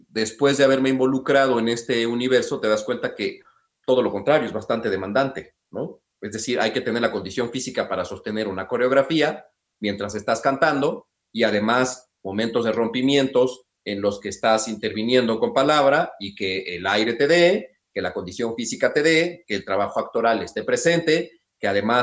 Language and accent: Spanish; Mexico; Y pues somos mexicanos.